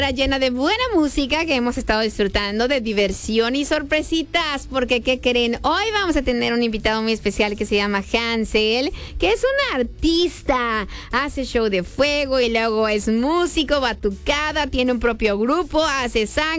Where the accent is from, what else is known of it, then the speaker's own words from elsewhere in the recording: Mexico; Porque pues somos mexicanos